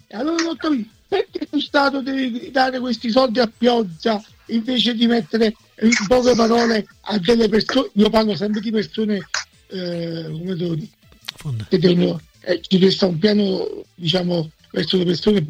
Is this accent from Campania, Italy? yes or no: yes; Portici, Campania, Italy; born there; un tavolo tondo che avevo quando ero piccolo, che abitavamo a Portici.